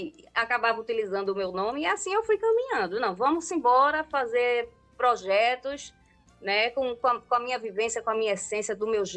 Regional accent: Recife, Pernambuco, Brazil; moved away as an adult; also born or lived in Porto, Portugal; no meu estado... Pernambuco, eu sou pernambucana, recifense

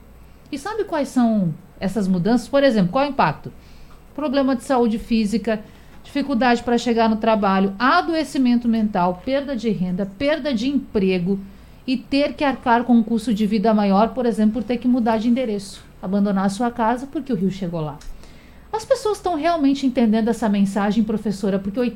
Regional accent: Rio Grande do Sul, Brazil; born there; você pega, por exemplo, Rio Grande do Sul, professor, onde eu nasci.

